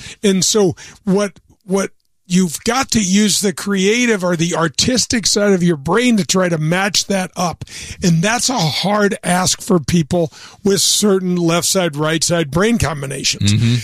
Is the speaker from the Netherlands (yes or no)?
no; Midwest, United States; I grew up in here in the Midwest